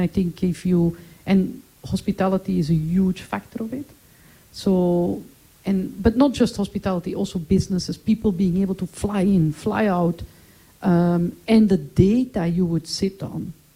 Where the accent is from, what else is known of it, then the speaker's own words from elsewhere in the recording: Belgium; now in Turks and Caicos; I'm originally from Belgium, so I'm like a European type